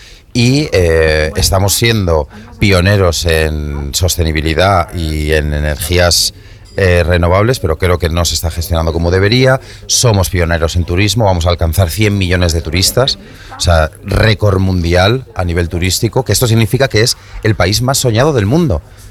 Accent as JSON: {"language": "Spanish", "region": "Castile and León", "country": "Spain", "lives_now": "Ibiza, Spain", "said": "Porque soy castellano, vamos, más que un campo de trigo, pero también soy ibicenco, soy adoptivo, llevo más de 20 años viviendo y sintiendo Ibiza dentro de mí."}